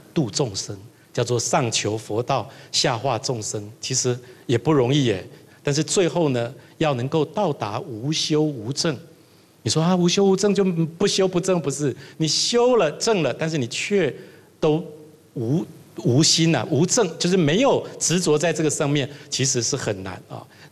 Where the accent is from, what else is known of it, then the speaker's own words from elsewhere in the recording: Taiwan; born there; 我生在台湾呢，